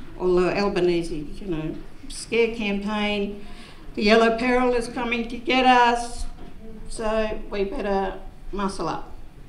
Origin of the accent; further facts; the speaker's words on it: New South Wales, Australia; I'm not an Australian. I'm Gomeroi, Uluroi, Bigumbal.